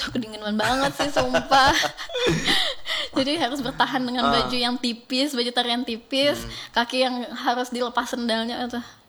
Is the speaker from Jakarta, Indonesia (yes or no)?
no; Padang, West Sumatra, Indonesia; Nah, di situ aku bawa tarian tari piring dari Padang, karena aku dari Padang ya.